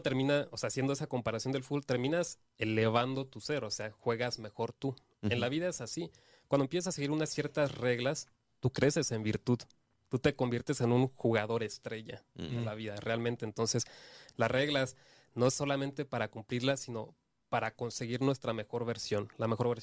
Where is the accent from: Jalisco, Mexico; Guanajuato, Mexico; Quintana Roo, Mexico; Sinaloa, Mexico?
Quintana Roo, Mexico; Cancún; yo te digo que soy de Cancún